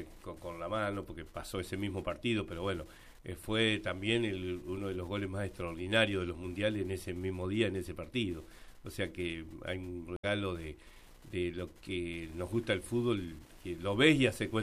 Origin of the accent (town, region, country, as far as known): Argentina